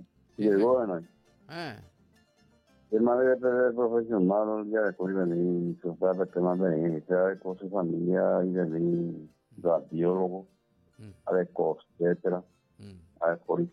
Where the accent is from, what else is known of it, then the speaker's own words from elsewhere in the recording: Mexico; Yo soy mexicano